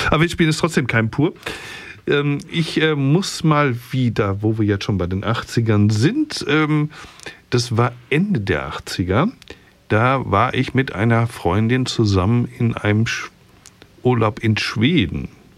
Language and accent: German; Rüsselsheim, Hesse, Germany; Ja, aus Rüsselsheim.